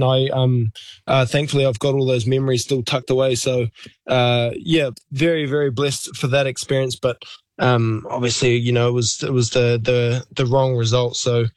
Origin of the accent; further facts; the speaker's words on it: New Zealand; now in Australia; So I'm so grateful that I can be just across the ditch and still be considered the hometown hero.